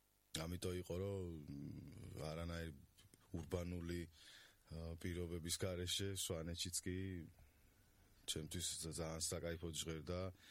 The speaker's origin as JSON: {"language": "Georgian", "town": "Tskaltubo", "region": "Imereti", "country": "Georgia", "tie": "born there", "also_born_or_lived": "Tekali, Lentekhi district (Svaneti)", "said": "იმიტომ რომ თეკალში გავიზარდე, მესამე კლასში ვიყავი, მეოთხეში გადამსვლელში, სადაც როცა გადმოვედი წყალტუბოში ჩემი ოჯახი"}